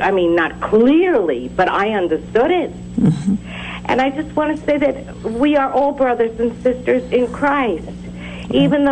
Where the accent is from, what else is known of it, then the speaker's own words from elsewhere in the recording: New Jersey, United States; I'm from New Jersey